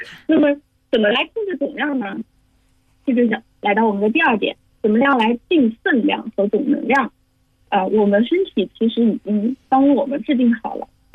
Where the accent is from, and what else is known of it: China